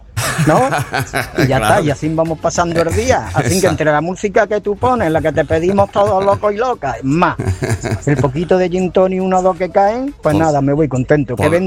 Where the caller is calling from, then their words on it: Córdoba, Andalusia, Spain; de Córdoba.